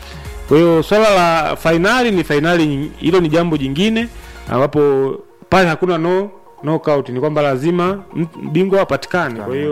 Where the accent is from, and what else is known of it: Tanzania